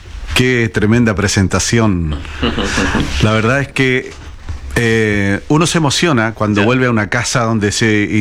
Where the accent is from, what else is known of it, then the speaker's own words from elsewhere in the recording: Illapel, Coquimbo, Chile; haber llegado a las radios más importantes de Chile en la época en que yo salí de Illapel, para mí fue un gran honor.